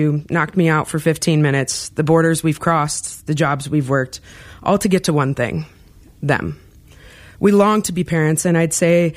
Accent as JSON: {"language": "English", "town": "Flint", "region": "Michigan", "country": "United States", "moved": "yes", "said": "I'm from Flint, Michigan."}